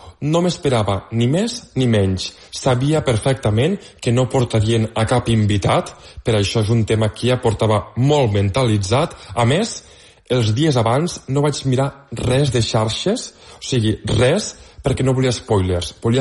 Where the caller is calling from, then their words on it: Catalonia, Spain; de les Terres de l'Ebre